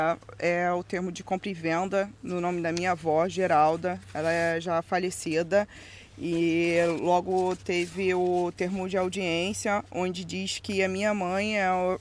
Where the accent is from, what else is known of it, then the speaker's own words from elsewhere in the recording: São Pedro da Aldeia, Rio de Janeiro, Brazil; Eu cresci nessa casa, nasci aqui em São Pedro da Aldeia. Eu amo esse lugar, brincava aqui com a vizinhança.